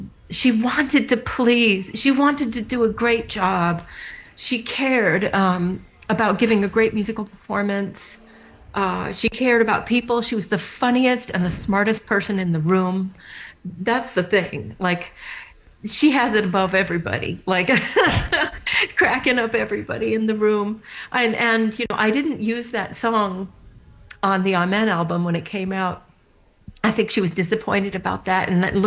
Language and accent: English; New England, United States; So she thought I was from Europe, you know, being from New England.